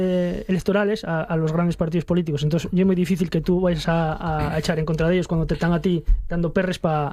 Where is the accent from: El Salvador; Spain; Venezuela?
Spain; Asturias; los asturianos al final somos los más tontos del mundo